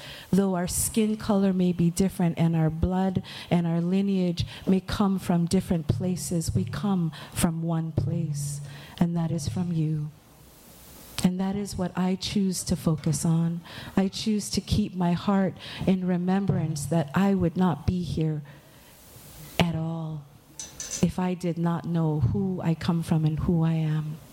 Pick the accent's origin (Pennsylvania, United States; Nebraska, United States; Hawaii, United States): Hawaii, United States; Hilo; I'm a Pepe Ekio girl, so I went to Kalaniana Ole, and I went to Hilo Intermediate, Hilo High, and then I graduated Konawaina.